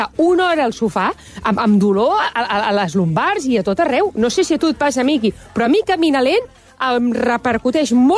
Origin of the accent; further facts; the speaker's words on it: Badalona, Catalonia, Spain; No, a més, és que jo que soc de Badalona, és veritat que les veig sempre amb el carrito de la compra i em fa molta gràcia.